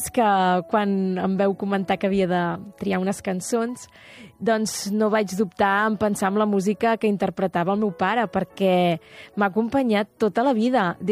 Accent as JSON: {"language": "Catalan", "town": "Terrassa", "region": "Catalonia", "country": "Spain", "said": "però jo sóc terrassenca i estic a Terrassa tot el... Bueno, m'encanta Terrassa."}